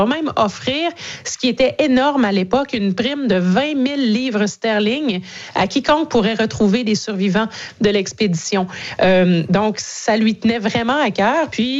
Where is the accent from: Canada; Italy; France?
Canada; juste au nord de chez nous, dans le Nunavut